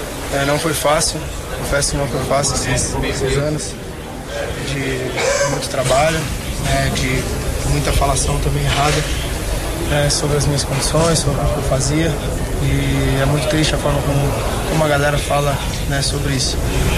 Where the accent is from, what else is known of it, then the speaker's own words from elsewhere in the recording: Brazil; Cara, eu sou brasileiro como você também é, né?